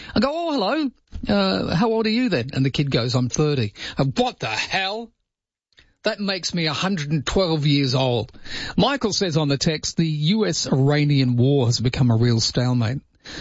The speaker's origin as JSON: {"language": "English", "town": "Inglewood", "region": "Western Australia", "country": "Australia", "tie": "born or raised there", "also_born_or_lived": "Maylands", "said": "I went to this house that I grew up in Inglewood in 9th"}